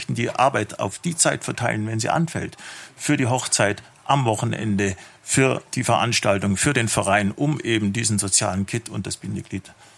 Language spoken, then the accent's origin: German; Hagnau am Bodensee, Baden-Württemberg, Germany; ich komme aus Hagenau am Bodensee.